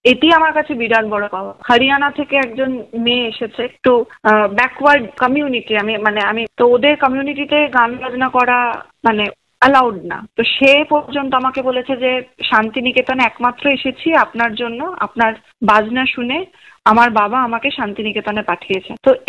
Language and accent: Bangla; Bengal, India; যেহেতু আমি বাঙালি, তার উপরে ভারতীয়, তার উপরে আবার বাঙালি